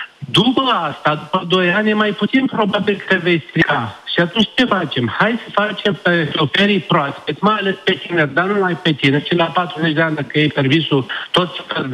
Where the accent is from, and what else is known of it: Romania